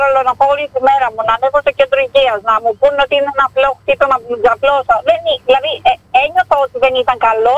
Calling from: Crete, Greece; εγώ είμαι από την νότια πλευρά της Κρητής

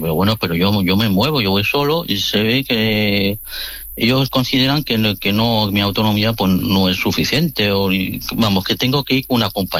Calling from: Barcelona, Catalonia, Spain

